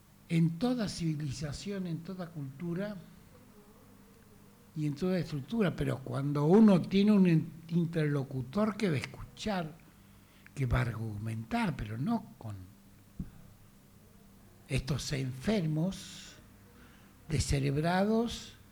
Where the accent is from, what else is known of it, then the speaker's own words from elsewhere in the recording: Argentina; nuestro pueblo, el pueblo argentino